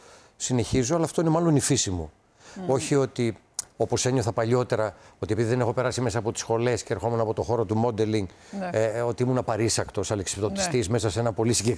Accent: Thessaloniki, Central Macedonia, Greece; γιατί είμαι Θεσσαλονικιός.

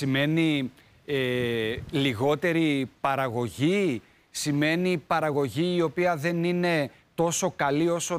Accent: Central Macedonia, Greece; moved away; Θα πάμε στα μέρη μας, πάνω. Θα πάμε νομός Πέλης

